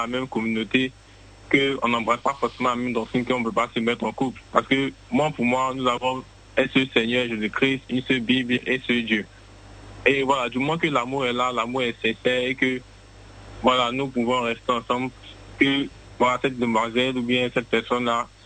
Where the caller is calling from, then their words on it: Abidjan, Côte d’Ivoire; De Cocody.